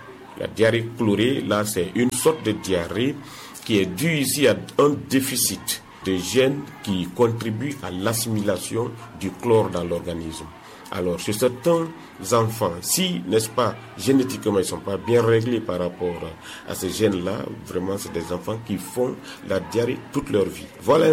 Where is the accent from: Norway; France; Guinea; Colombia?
Guinea; chez nous en Guinée